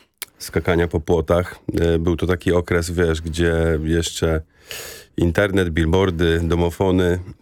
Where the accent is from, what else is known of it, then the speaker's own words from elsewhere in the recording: Gdańsk, Pomeranian Voivodeship, Poland; Ja się wychowywałem na ulicy Jagiellońskiej, to są te falowce słynne.